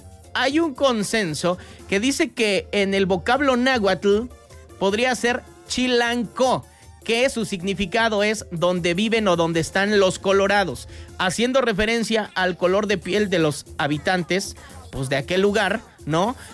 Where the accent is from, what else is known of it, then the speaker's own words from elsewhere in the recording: Mexico City, Mexico; moved away; El gentilicio oficial de los que venimos de allá de la Ciudad de México es capitalino, ¿no?